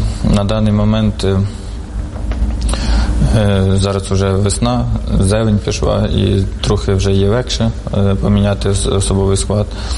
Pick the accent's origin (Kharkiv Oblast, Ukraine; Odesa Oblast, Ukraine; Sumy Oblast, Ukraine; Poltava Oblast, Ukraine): Sumy Oblast, Ukraine; Sumy; Із Сумщини, з Суми.